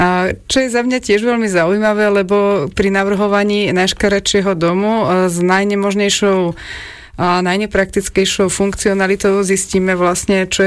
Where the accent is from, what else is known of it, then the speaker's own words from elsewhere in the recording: Piešťany, Trnava Region, Slovakia; pretože som z Piešťan